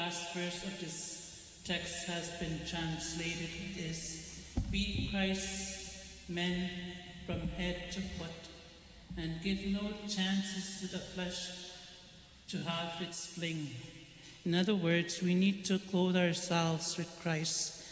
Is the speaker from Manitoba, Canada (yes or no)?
yes; Split Lake, Manitoba, Canada; I'm from Spit Lake.